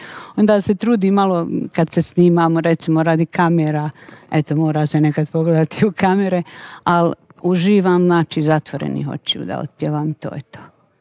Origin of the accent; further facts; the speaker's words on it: Nevesinje, Republika Srpska, Bosnia & Herzegovina; born there; also born or lived in Mostar; now in Kačuni, Bosnia and Herzegovina; Ja sam Hercegovka, rođena sam u Nevesinju, živjela u Mostaru, udala se u Bosnu, u Kačune, kod Busovače.